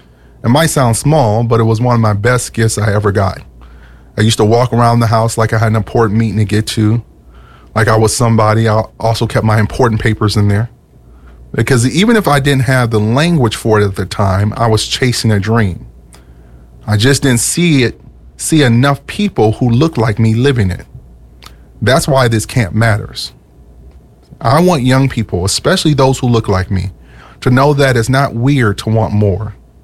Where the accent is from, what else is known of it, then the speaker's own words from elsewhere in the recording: Minneapolis, Minnesota, United States; growing up in North Minneapolis